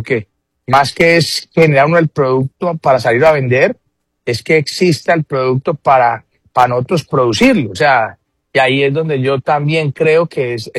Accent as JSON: {"language": "Spanish", "country": "Colombia", "said": "voy a tratar de primero impulsar mi país, que es donde, pues, que es de donde soy"}